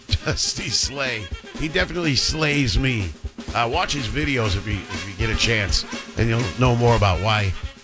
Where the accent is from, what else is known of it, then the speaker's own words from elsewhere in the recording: Chicago, Illinois, United States; It was me telling all these jokes about growing up in Chicago